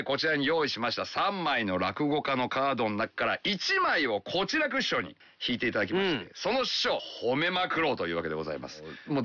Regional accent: Aichi, Japan; 僕愛知出身なんで、

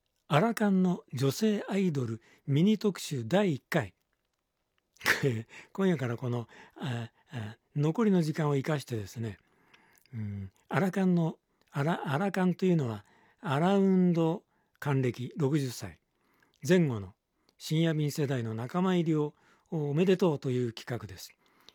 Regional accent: Tochigi, Japan; 私と同じ栃木県出身であります。

